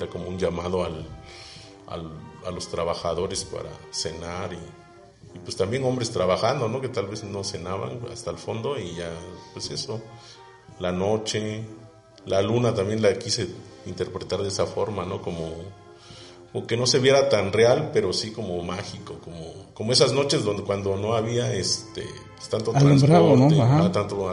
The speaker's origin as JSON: {"language": "Spanish", "region": "Oaxaca", "country": "Mexico"}